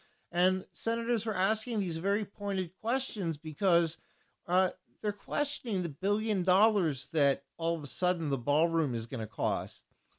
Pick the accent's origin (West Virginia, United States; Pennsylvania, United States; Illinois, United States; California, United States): Pennsylvania, United States; Philadelphia; I'm from the Philadelphia area, and my whole family is actually from Philadelphia.